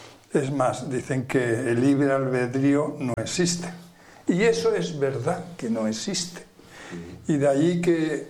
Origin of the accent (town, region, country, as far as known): Aragon, Spain